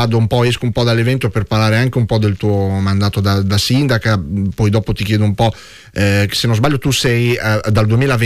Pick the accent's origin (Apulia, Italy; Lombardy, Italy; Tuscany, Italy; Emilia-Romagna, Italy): Emilia-Romagna, Italy; siamo romagnoli.